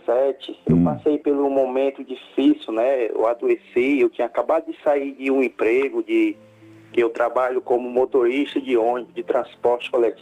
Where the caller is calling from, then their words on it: Maranguape, Ceará, Brazil; Eu falo de Maranguape, padre, no Ceará.